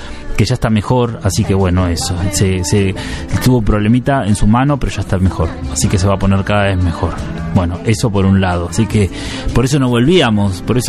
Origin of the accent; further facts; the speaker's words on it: Buenos Aires, Argentina; con lo que significa para los que somos de Buenos Aires, sabemos lo que es la feria, el ir a tomar mate el domingo en la plaza